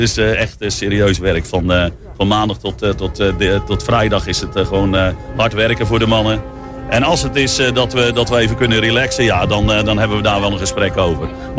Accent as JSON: {"language": "Dutch", "town": "Katwijk", "region": "South Holland", "country": "Netherlands", "said": "En ik kom zelf uit Katwijk aan Zee."}